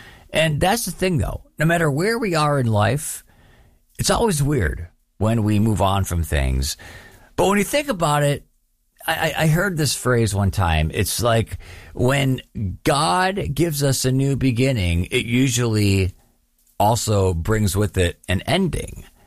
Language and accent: English; Mundelein, Illinois, United States; So this morning, I'm in my hometown of Mundelein, Illinois, and I decided I had some free time, so I decided to go to my old street that I grew up on.